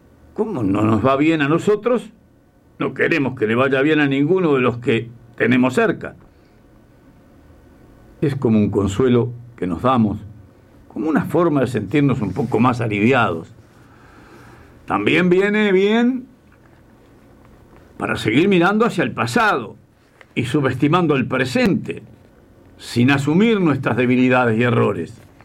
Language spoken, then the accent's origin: Spanish; Uruguay; Somos un país pequeño, ubicado entre dos gigantes como son Argentina y Brasil